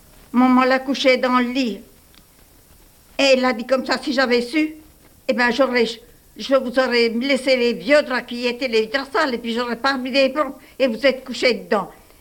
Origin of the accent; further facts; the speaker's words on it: Bourgogne-Franche-Comté, France; born there; now in Nancy, France; Je suis née en 1861, en Haute-Saône, à Dampierre-sur-les-Notes.